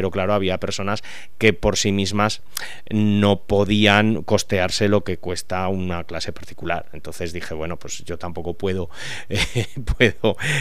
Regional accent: Aragon, Spain; now in Zaragoza, Spain; Cuando yo volví a Zaragoza hace 12 años, pues resulta que había personas que me pedían clase particular conmigo, como contratenor, como músico que soy, aragonés

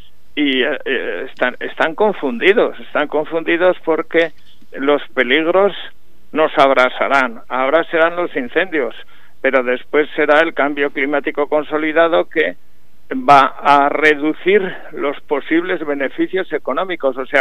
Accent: Aragon, Spain; Sorprendía lo verde que estaba hasta mi tierra de Monegros, ¿no?

